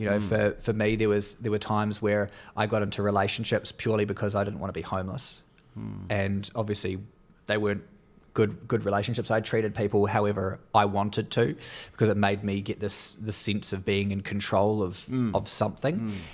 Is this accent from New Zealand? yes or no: yes; New Zealand; now in Sydney, Australia; as a Kiwi